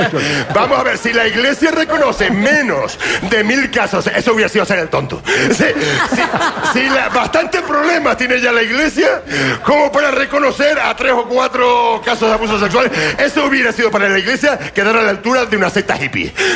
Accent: Granadilla, Canary Islands, Spain; está llegando a Canarias, está llegando a mi pueblo. Yo soy de Granadilla

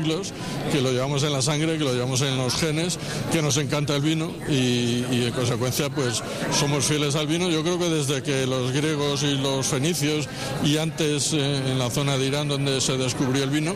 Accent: Castilla-La Mancha, Spain; Somos gente de Mancha, somos gente de vino, somos gente que vive nuestra cultura del vino desde hace muchos siglos, que lo llevamos en la sangre, que lo llevamos en los genes

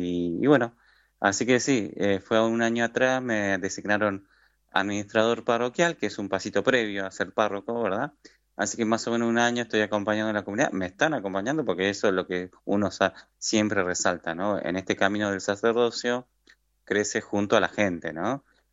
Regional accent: Pedro Luro, Buenos Aires Province, Argentina; moved away as an adult; now in Tres Arroyos, Argentina; Yo nací y me crié ahí en Pedro Luro. Así que bueno, soy del sur de la provincia.

